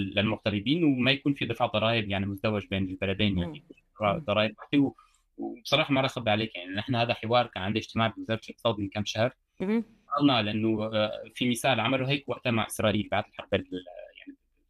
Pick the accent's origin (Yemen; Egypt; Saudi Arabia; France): France; أنا أول كبرت هون … أنا اسمي فرنسي والأتات يعني سوري.